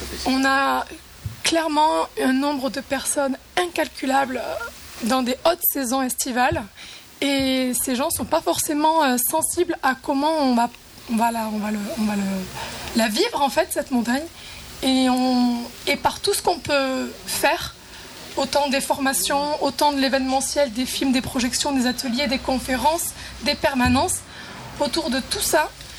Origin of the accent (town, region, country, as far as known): Luz-Saint-Sauveur, Occitanie, France; also born or lived in Alps